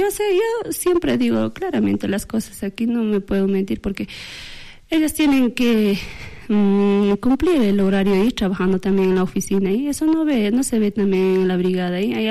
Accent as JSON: {"language": "Spanish", "region": "Potosí", "country": "Bolivia"}